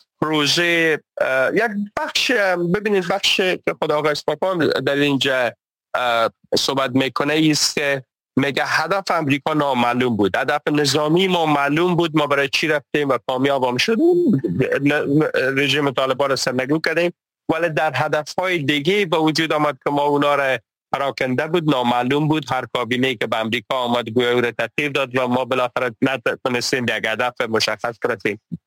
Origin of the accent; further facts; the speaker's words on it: Herat, Afghanistan; ولایت خودم هرات